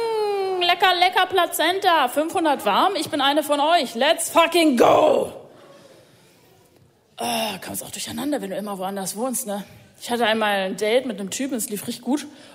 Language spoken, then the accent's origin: German; Munich, Bavaria, Germany; Ich habe ja schon erwähnt, ich komme aus München und ich mag die Stadt. Ich liebe die wirklich, bin da geboren, aufgewachsen.